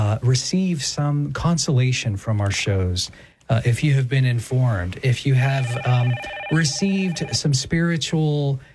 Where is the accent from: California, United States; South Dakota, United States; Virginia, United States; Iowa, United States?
California, United States; now in Texas, United States; I'm not from Texas. I'm from California, but I live in Texas.